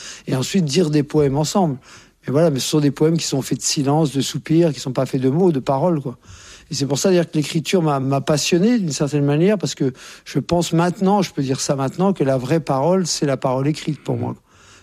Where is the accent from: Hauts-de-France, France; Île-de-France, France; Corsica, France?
Île-de-France, France; Courbevoie; born there